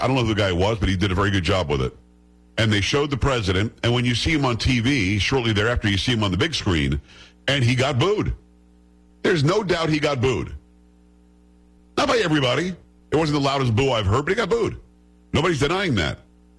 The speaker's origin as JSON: {"language": "English", "region": "New York", "country": "United States", "moved": "yes", "lives_now": "San Antonio, United States", "said": "I'm from Metro New York originally. I love New York."}